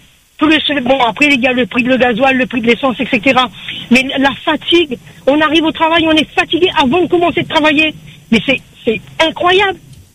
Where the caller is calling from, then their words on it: Réunion, France; je travaille sur Saint-Denis. Je pars dans l'Ouest tous les jours, je rentre chez moi.